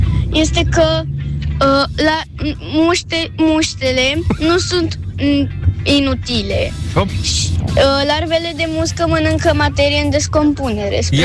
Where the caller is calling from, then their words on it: Iași, Iași County, Romania; am 12 ani și sunt din Iași.